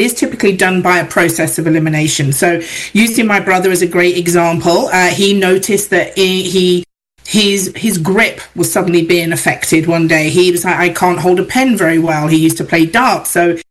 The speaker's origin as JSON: {"language": "English", "region": "England", "country": "United Kingdom", "moved": "yes", "lives_now": "Canada", "said": "So just before I moved from England here to Canada in 2007, my brother was diagnosed with ALS back home in the UK."}